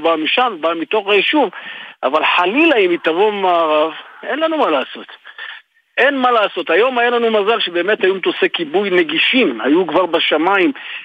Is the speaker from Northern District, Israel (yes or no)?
no; Kisalon, Jerusalem District, Israel; אני נולדתי פה, אני 60 שנה פה.